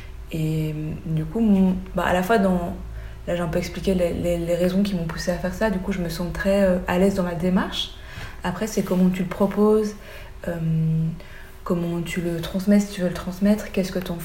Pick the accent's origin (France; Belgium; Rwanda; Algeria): Belgium; comme je suis belge